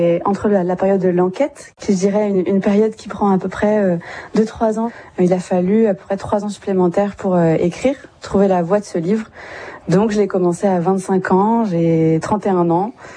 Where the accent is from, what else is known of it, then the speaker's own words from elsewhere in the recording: Djibouti; j'ai grandi à Djibouti.